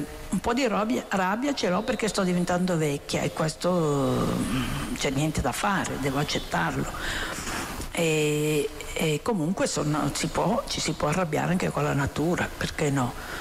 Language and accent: Italian; Vicenza, Veneto, Italy; now in Milan, Italy; alla periferia della mia città natale, io vivo a Milano ma sono originaria di Vicenza